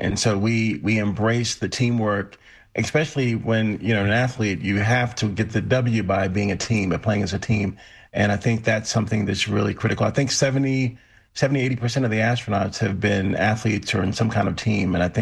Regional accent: Lynchburg, Virginia, United States; We're flying over my hometown, Lynchburg, Virginia.

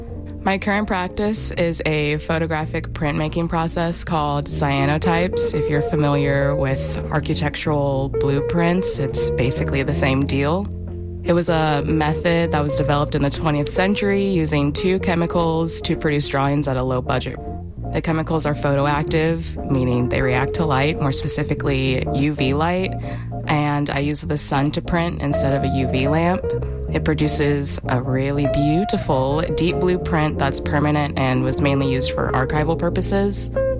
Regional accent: Houston, Texas, United States; from Third Ward

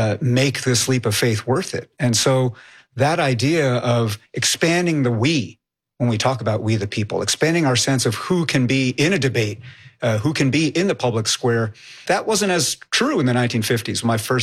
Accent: New York, United States; also born or lived in Poughkeepsie; I'm the son of Chinese immigrants. I was born in Poughkeepsie, New York. I was raised in the Hudson Valley

